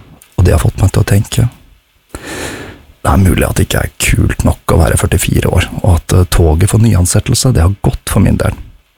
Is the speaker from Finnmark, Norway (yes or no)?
no; Oslo, Norway; moved away; Nå som jeg har flyttet tilbake til min hjemby Oslo